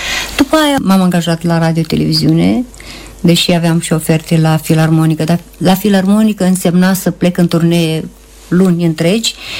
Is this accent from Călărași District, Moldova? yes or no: no; Băcioi, Chișinău, Moldova; mi-era mie cam frică să vin de la Baciu, nu prea aveam cu ce să mă încalț, era noroi